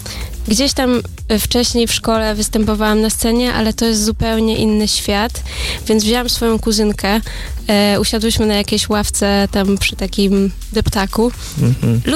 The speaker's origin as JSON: {"language": "Polish", "region": "Kuyavian-Pomeranian Voivodeship", "country": "Poland", "said": "Jestem spod Torunia"}